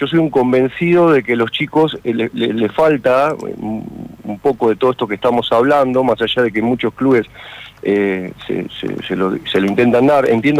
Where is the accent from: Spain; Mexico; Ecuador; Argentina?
Argentina; Mar del Plata, Buenos Aires Province; Sí, yo en las mejores instituciones soy de Mar del Plata, por supuesto que esto lo hacen